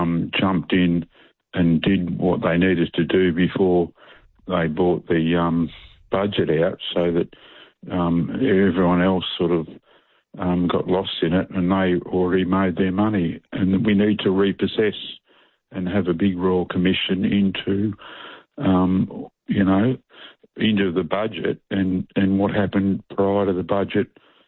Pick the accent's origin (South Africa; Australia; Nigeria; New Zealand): Australia; Melbourne, Victoria; I'm from Melbourne. I can't get my radio off. I'm 2GB.